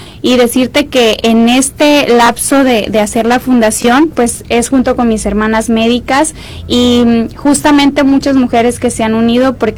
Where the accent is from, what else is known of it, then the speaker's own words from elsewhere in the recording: Mexico; que conozcan lo que somos las mujeres mexicanas alegres, nuestra música, nuestra gastronomía